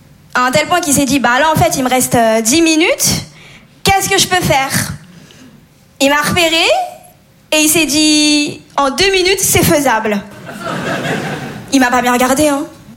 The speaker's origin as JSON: {"language": "French", "country": "Comoros", "said": "Je suis comorienne, mauresse malgache. C'est des îles dans l'océan Indien. Ce qui explique mon teint aussi."}